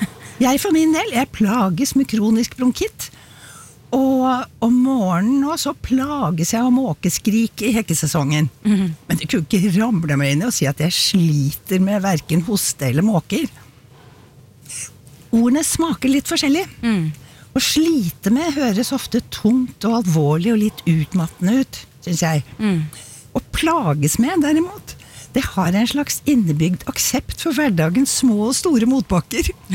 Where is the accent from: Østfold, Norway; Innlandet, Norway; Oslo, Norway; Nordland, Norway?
Oslo, Norway; moved away; Selv vokste jeg opp I Oslo, og jeg kan ikke huske at vi brukte ordet plages noe særlig der.